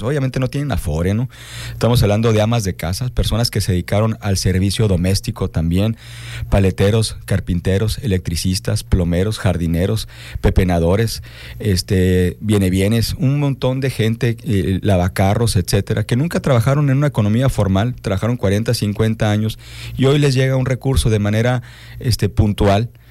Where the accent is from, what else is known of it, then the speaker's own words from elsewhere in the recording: Mexico; como mexicanas y como mexicanos